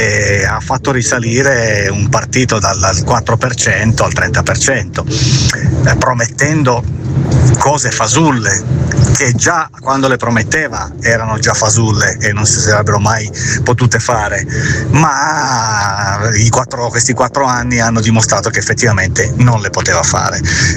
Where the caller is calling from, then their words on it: Turin, Piedmont, Italy; da Torino.